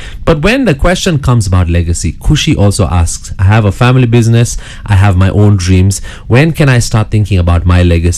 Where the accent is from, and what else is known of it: Kenya